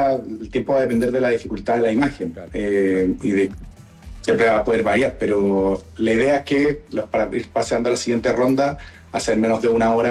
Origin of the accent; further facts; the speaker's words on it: Chile; En esta oportunidad somos cuatro chilenos, los tres que estamos presentes aquí